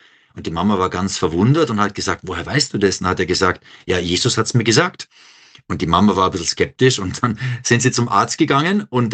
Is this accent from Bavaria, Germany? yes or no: yes; Bavaria, Germany; Ja, ich bin ja eigentlich ein Bayer